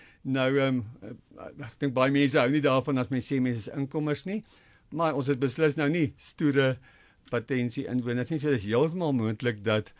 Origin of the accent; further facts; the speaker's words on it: Heidelberg, Gauteng, South Africa; also born or lived in Virginia / Sasolburg; Ek's gebore in Virginia in die Vrystaat en toe is ek in die laerskool Laer Volksskool Heidelberg. In Hoër Volksskool Heidelberg tot so in die ou standaard 8, vandag graad 10